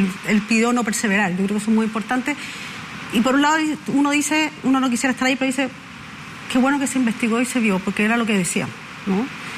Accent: Chile; Y yo creo que nosotros tenemos que como chilenos, buscar la mejor convivencia entre todos pensando en el bien de Chile.

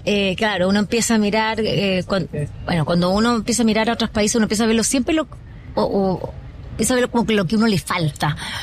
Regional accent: Chile; a mí me pasa como chilena, como periodista

